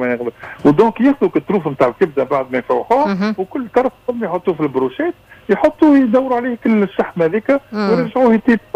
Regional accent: Tunisia; now in Morocco

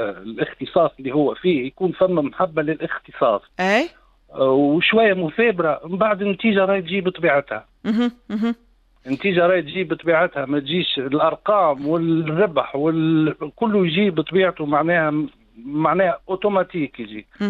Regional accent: Tunisia; now in Italy; نحن روكي روحوا لتونس نشيخوا ونتفرهدوا ونشوفوا عائلاتنا

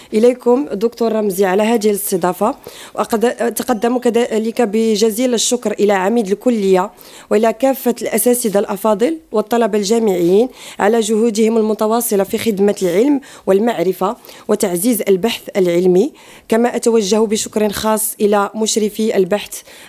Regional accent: Marrakesh, Marrakesh-Safi, Morocco; وهي الأكلة المشهورة يعني عندنا في مراكش.

